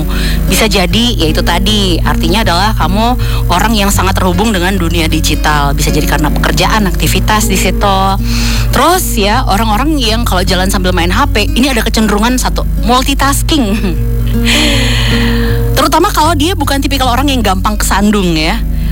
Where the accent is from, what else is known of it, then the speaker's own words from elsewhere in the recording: Bandung, West Java, Indonesia; karena dari kecil, waktu kecil aku di Bandung kan.